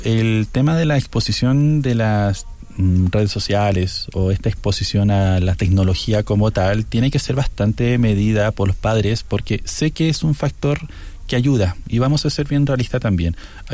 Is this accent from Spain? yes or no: no; Chile; niños que somos chilenos